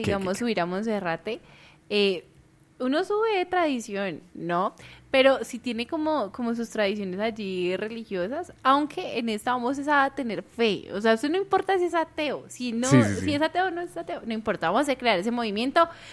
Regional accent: Argentina; accent: Argentine; ¿De mi acento argentino?

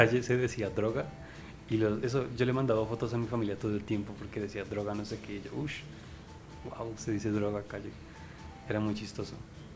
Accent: Colombia; Digamos, la gente es amable, amable como colombianos

